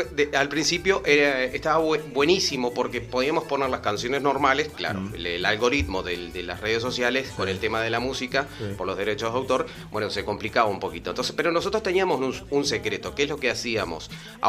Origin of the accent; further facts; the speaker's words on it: Trinidad, Flores, Uruguay; born there; now in Maldonado, Uruguay; no acá en Maldonado, porque yo soy nacido en Flores, en Trinidad, pero ya desde los 7 años.